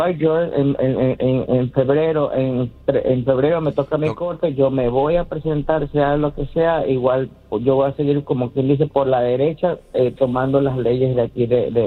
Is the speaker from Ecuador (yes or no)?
yes; Ecuador; moved away; Yo en mi país, Ecuador, fui atentado, extorsionado.